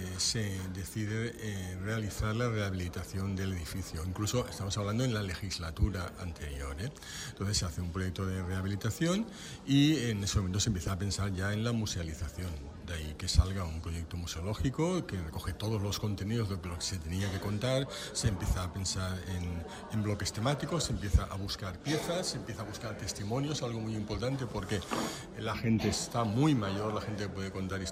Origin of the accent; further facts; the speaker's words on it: Valencia, Valencian Community, Spain; Sí, yo soy fill del Cañamelar. Sí, yo soy de este barrio, con lo cual es una doble fortuna estar en este proyecto.